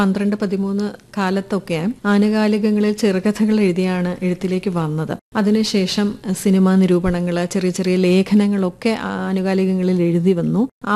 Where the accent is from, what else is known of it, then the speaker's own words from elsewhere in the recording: Kulathupuzha, Kerala, India; moved away as an adult; also born or lived in Vellayani; now in Dubai, United Arab Emirates; എന്റെ കുട്ടിക്കാലം, ഞാൻ ജനിച്ച് വളർന്നത് കുളത്തുപ്പുഴ എന്ന് പറയുന്ന തെന്മലയ്ക്കടുത്തുള്ള തമിഴ്നാട് ബോർഡറായിട്ടുള്ള ഒരു പ്രദേശത്തായിരുന്നു. അപ്പൊ അത് മലകളും കുന്നുകളും പുഴകളും ഒക്കെയുള്ള ഒരു ഗ്രാമാന്തരീക്ഷമുള്ള ഒരു സ്ഥലമായിരുന്നു.